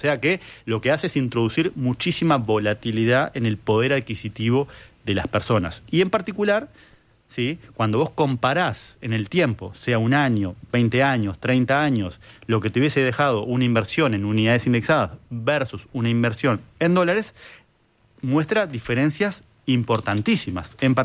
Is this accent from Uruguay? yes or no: yes; Uruguay